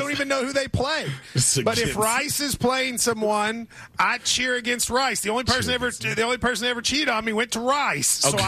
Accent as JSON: {"language": "English", "region": "Appalachia", "country": "United States", "said": "The difference between mountainers and Southern. I'm a mountainer. I'm Appalachian."}